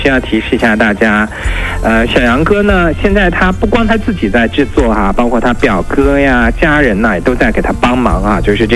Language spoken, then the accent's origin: Chinese; Xinjiang, China; 我们新疆人吃烤肉的时候搭配的那个馕